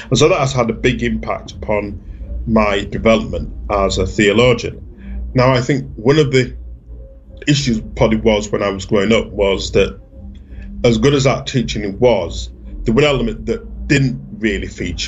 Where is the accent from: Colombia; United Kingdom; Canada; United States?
United Kingdom; Bradford, Yorkshire and the Humber; now in Birmingham, United Kingdom; So the church I grew up in Bradford, we were one of only two Black families in a very large, on the whole, fairly wealthy and white congregation.